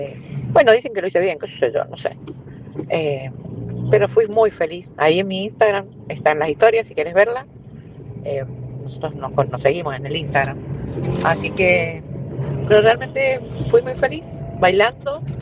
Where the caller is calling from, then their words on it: Guaymallén, Mendoza, Argentina; vivo en Guaymallén.